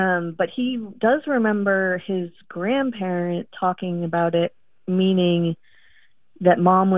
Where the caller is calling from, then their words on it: Savannah, Georgia, United States; I am calling from Savannah, Georgia.